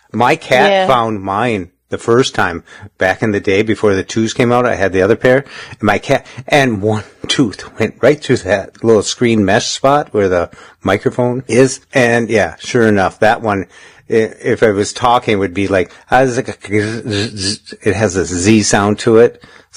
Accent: Minnesota, United States; I'm from Minnesota.

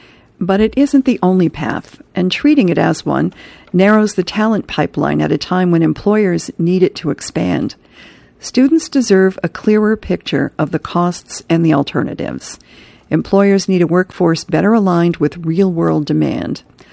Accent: Danville, Illinois, United States; In my hometown of Danville, Illinois, only about 17% of adults have one.

